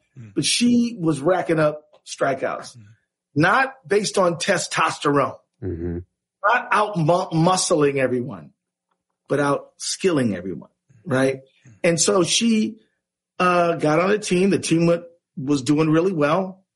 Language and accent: English; Detroit, Michigan, United States; moved away as an adult; now in Minnesota, United States; I was born and raised in Detroit, I lived my whole adult life in Minnesota. But when I, from zero to about 22, I lived in Detroit.